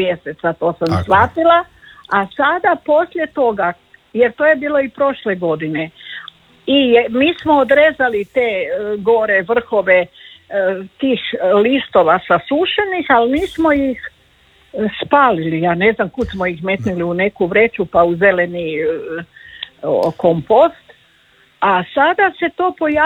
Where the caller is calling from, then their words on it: Zagreb, City of Zagreb, Croatia; Ja sam tu sa Trešnjevke … iz Tratinske.